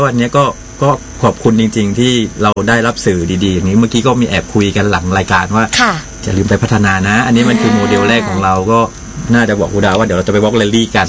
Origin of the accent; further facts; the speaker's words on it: Songkhla, Thailand; เพราะเรามาจากสงขลาเหมือนกัน